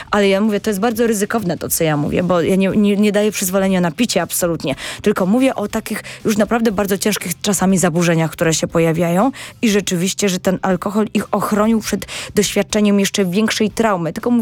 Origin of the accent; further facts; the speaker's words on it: Rawa Mazowiecka, Łódź Voivodeship, Poland; now in Warsaw, Poland; ja jestem, pochodzę z, tak, z tej miejscowości, z Rawy Mazowieckiej